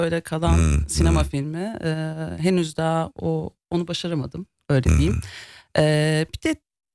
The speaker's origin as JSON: {"language": "Turkish", "country": "Germany", "tie": "born or raised there", "said": "Sonuçta hani burada doğdum büyüdüm. Aslında bir noktada memleketim burası benim. Ne kadar ailem Antakya'dan gelmiş olsa da genç yaşlarında."}